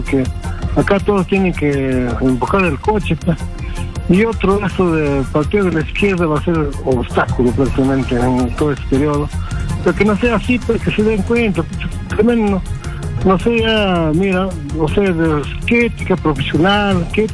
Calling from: Lima, Peru

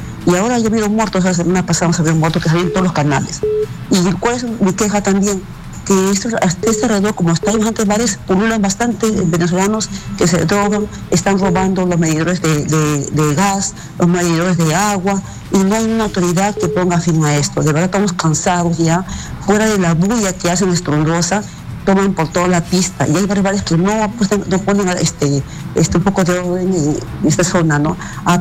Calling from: Lima, Peru; Yo vivo en Villa María, sí, yo vivo en Villa María de Triunfo

